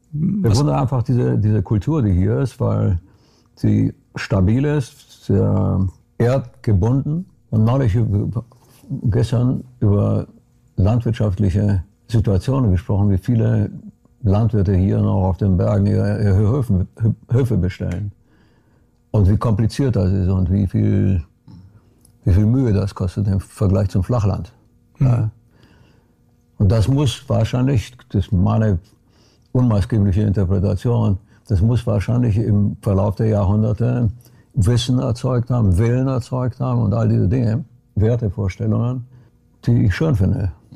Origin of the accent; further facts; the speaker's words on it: Brașov, Brașov County, Romania; now in Germany; Ich bin geboren in Kronstadt in Rumänien im Karpatenbogen. Und das ist vielleicht nicht ganz so hoch, aber auch gebirgig.